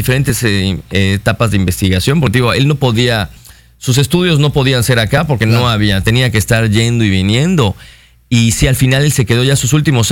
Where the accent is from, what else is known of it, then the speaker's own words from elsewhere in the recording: Yucatán, Mexico; como yucatecos no sabíamos